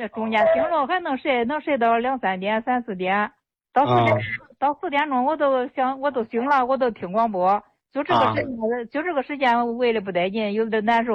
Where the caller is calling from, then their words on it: Shangqiu, Henan, China; 我是河南商丘。